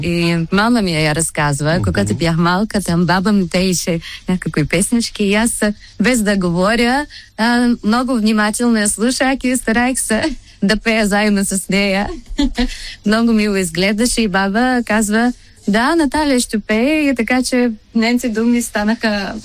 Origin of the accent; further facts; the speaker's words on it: Bessarabia, Ukraine; moved away as an adult; now in Bulgaria; Защото съм бесарабска българка, от Украина, от село Гован.